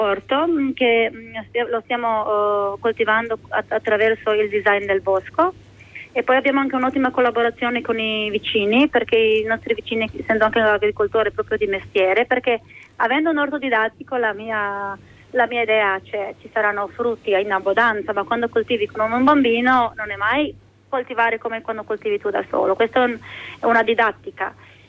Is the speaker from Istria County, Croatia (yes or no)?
yes; Brtonigla, Istria County, Croatia; born there; also born or lived in Villanova (Nova Vas), Istria; Sono nata qua, sono nata a Verteneglia, poi sono venuta a vivere a Villanova, dove vivevano prima mia mamma e i miei nonni.